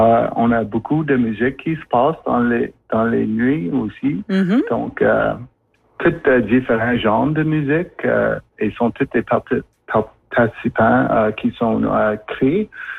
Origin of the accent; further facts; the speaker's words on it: Joliette, Quebec, Canada; born there; moved away; Je suis né à Joliette et je travaille ici à notre office en Timmins, Ontario.